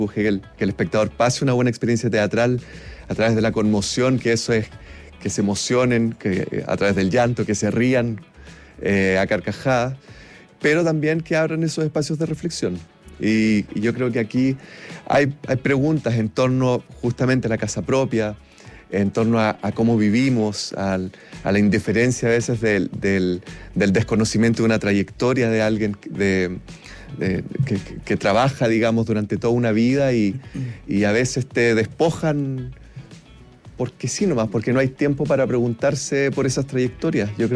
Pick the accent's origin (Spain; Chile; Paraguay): Chile; Concepción, Biobío; Bueno, varios de los miembros de la compañía somos de región. Creo que lo mencioné recién, pero yo soy de Concepción.